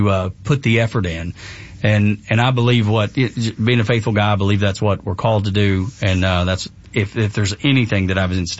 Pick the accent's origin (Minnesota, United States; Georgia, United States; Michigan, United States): Georgia, United States; Dalton; and growing up in Northwest Georgia, it was the people that owned the carpet mills. I'm from Dalton, which is carpet capital of the world